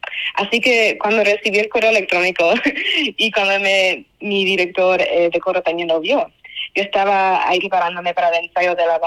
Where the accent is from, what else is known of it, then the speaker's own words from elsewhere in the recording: Alicante, Valencian Community, Spain; Bueno, yo nací en España, yo nací en Alicante, pero mis dos padres son cubanos.